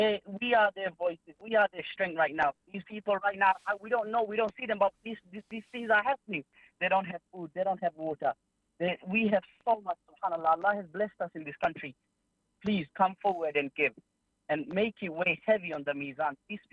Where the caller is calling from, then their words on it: Peterborough, East of England, United Kingdom; I'm from Peterborough.